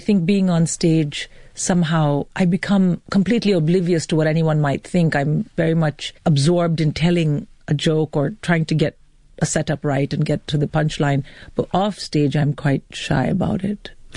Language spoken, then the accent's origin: English; England, United Kingdom; And I say, no, I'm an Indian-British comic.